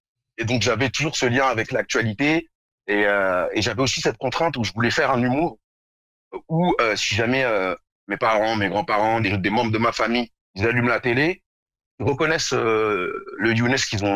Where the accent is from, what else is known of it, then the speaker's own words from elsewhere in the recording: Morocco; parce que moi, je suis marocain, mais je suis aussi noir.